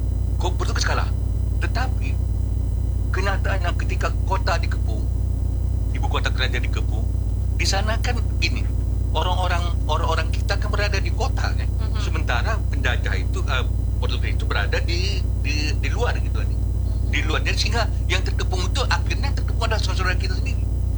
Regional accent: Riau, Indonesia; kalau kita orang Riau ini pasti dengar pernah dengan nama Koyan.

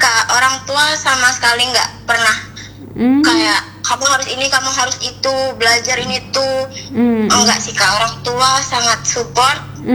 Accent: Natuna, Riau Islands, Indonesia; also born or lived in Pontianak; Sebenarnya asal itu dari kecil di Natuna. Terus SD-nya pindah ke Kota Pontianak.

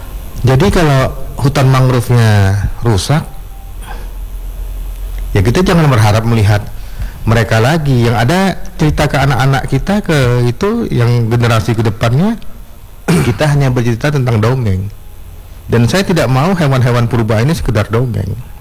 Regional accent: Jakarta, Indonesia; now in North Sumatra, Indonesia; kebetulan saya kan dari Jakarta. Saya dari Jakarta, istri saya orang Medan gitu.

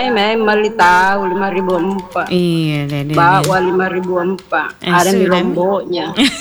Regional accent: South Sulawesi, Indonesia; moved away; Dekat pantai tuh, kampungku di Selayar.

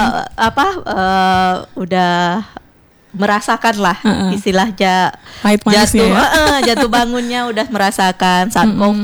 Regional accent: Bengkalis, Riau, Indonesia; Jadi namanya itu Rumah Miso dan Misago Bengkalis. Kebetulan saya orang Bengkalis.

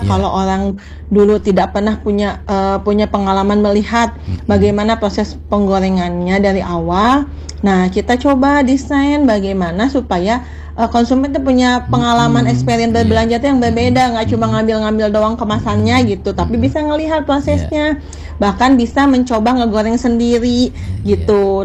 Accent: Garut, West Java, Indonesia; Jadi identitas lah istilah nama identitas untuk kita sebagai warga Garut khususna, panginten warga Jabar umumna.

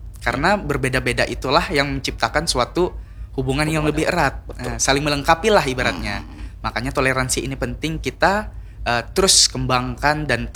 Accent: Bali, Indonesia; saya sendiri kan berasal dari Hindu, Bali kan

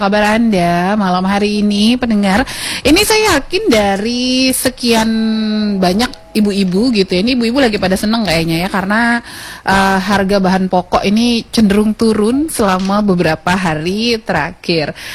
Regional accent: Lombok, West Nusa Tenggara, Indonesia; warga Sasak, warga Lombok

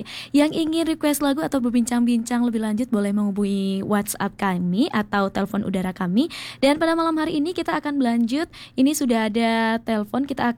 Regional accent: Petang, Bali, Indonesia; Iya, kebetulan saya juga dari Badung.

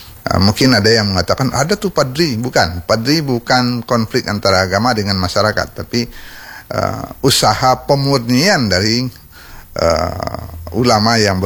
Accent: Bukittinggi, West Sumatra, Indonesia; Saya ingat di kampung saya itu ada surau gadang Mandiangin.

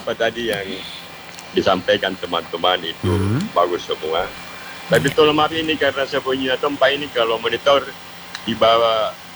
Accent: Makassar, South Sulawesi, Indonesia; Kalau kita orang Makassar, di Batang.

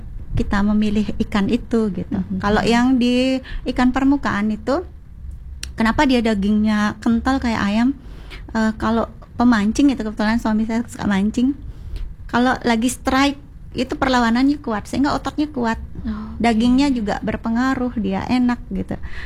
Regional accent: Denpasar, Bali, Indonesia; Tiang aslinya dari Sesetan, itu dekat dengan pantai ya.

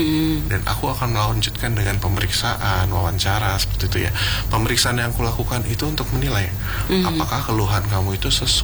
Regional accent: Java, Indonesia; Sementara saya orang Jawa gitu kan

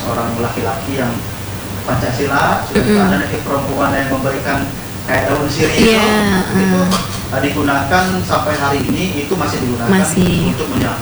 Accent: Bengkulu, Indonesia; memang saya dibesarkan di Bengkulu Utara itu betul-betul dari orang tua bapak saya dan ibu saya orang Rejang.

